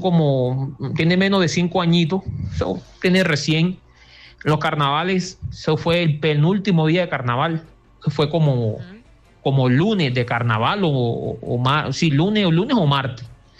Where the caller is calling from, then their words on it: Suan, Atlántico, Colombia; Yo soy de Swan